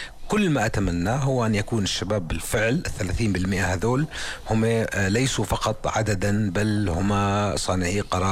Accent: Zarqa, Zarqa Governorate, Jordan; أنا من الزرقاء

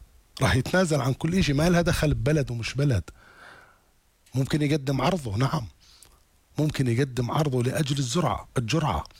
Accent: Jordan; إحنا المجتمع الأردني النشامة والنشميات

